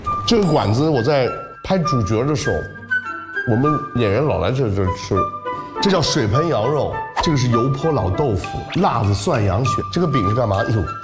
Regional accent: Shaanxi, China; moved away; 就是在陕西，在家乡拍戏

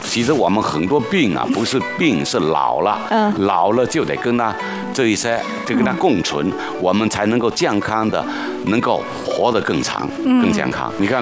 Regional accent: Shantou, Guangdong, China; 我是广东人汕头的，我们家在海边，所以呢从小就好游泳，

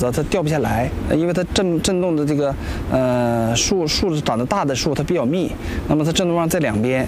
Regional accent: Northeast China, China; accent: Northeastern Mandarin; 我们东北话就二次一个捡漏

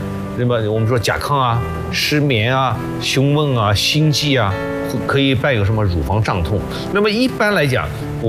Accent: China; 所以湿气对我们中国人来说，就每个人都可以去祛湿。

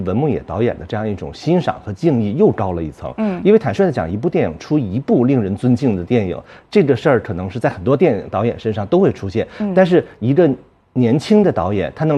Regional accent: China; 我们非常荣幸生活在中国，因为我们作为中国人来讲

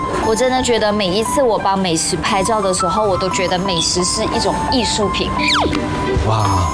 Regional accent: Malaysia; 那我是马来西亚人

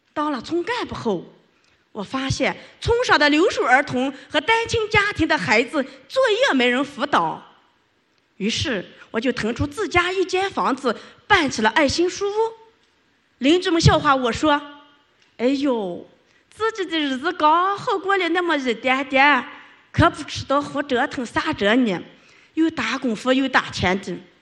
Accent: Ningxia, China; born there; moved away as an adult; now in Dongsheng Village, Zhongning, China; 我出生在西海固，1999年刚嫁到东胜村时，家里只有三间土坯房和几亩沙地

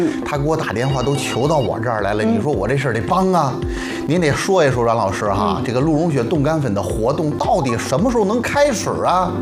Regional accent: Xuzhou, Jiangsu, China; 大家好，我是来自徐州的

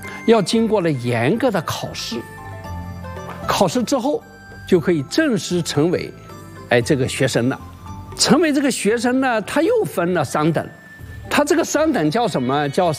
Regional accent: China; 我们中国人

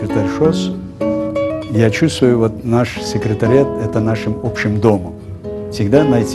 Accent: Uzbekistan; нефритовое озеро. Нефритовое озеро, оно, значит, за Ташкентом, за столицей нашей страны.

